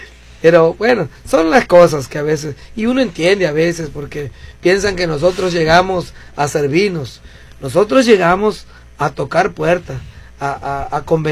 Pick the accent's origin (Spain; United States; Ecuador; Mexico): Mexico; como parte, como mexicanos